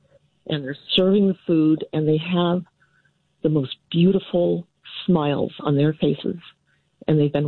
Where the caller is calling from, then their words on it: Riverside, California, United States; I live in Riverside, California